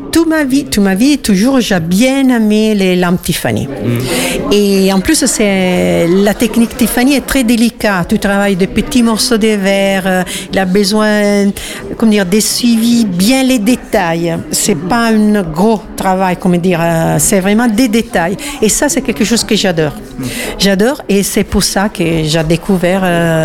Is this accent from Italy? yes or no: yes; Italy; French is a second language; now in France; Alors, comme évident dans mon prononciation, je ne suis pas française, je suis italienne.